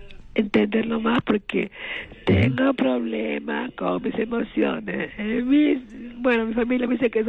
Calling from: Ica, Peru; llamo de Ica.

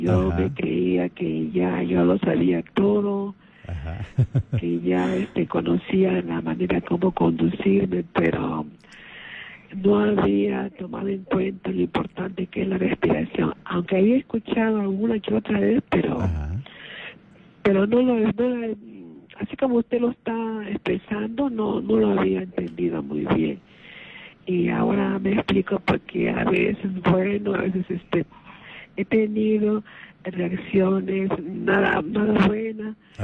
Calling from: Chincha Alta, Ica, Peru; de Chincha.

